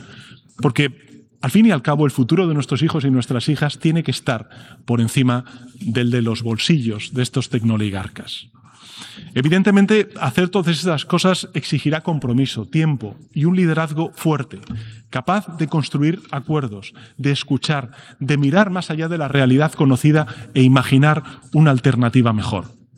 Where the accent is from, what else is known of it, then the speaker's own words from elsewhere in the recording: Spain; En mi país, señoras y señores, España